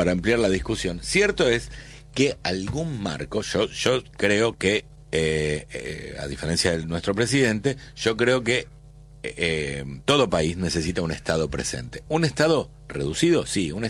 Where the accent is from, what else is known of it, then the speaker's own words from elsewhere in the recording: Argentina; Nos lo tenemos que preguntar como argentinos.